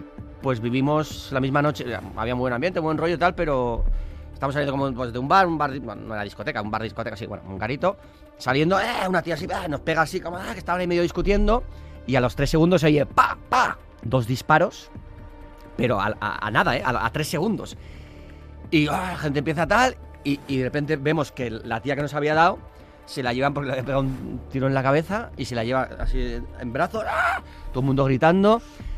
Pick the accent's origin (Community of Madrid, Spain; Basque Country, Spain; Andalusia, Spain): Basque Country, Spain; San Sebastián